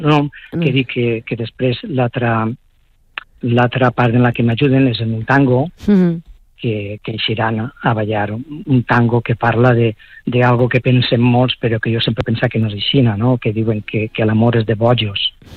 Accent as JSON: {"language": "Catalan", "town": "Aielo de Malferit", "region": "Valencian Community", "country": "Spain", "said": "jo soc d'Aielo."}